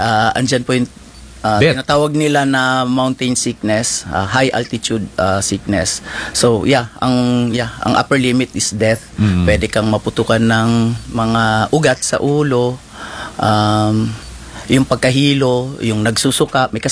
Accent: Cotabato City, Bangsamoro, Philippines; moved away as an adult; now in Geneva, Switzerland; So, originally po, ako'y pinanganak at lumaki sa Cotabato City. Pero ang aking mga magulang ay isa pong Ilocano from Santa, Ilocos Sur. At yung aking nanay po ay taga-Daan Bantayan, Cebu.

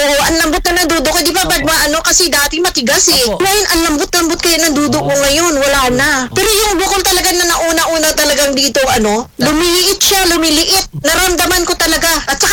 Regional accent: Bacoor, Calabarzon, Philippines; now in Hong Kong; Taga Molino Bacoor ako. Tapos, nandito ngayon sa, ano, sa Hong Kong.

